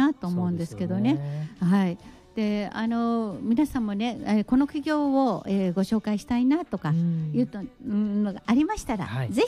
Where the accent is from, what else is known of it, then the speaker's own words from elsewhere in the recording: Tanegashima, Kagoshima, Japan; moved away; also born or lived in Tohoku; 私はほら、鹿児島県種子島の出身です、